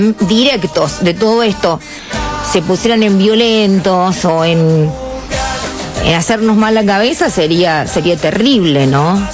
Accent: Argentina; Somos solamente los argentinos.

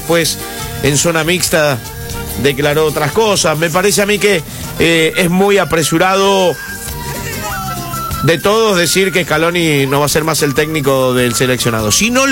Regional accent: Argentina; como argentinos hemos tenido 2 jugadores que el mundo habló.

